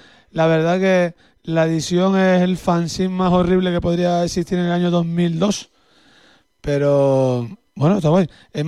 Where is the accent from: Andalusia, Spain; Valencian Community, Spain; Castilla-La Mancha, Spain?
Andalusia, Spain